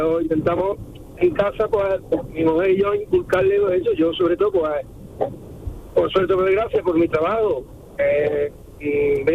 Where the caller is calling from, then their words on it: Montoro, Andalusia, Spain; yo vivo en Montoro, a media hora de Córdoba, porque está en Córdoba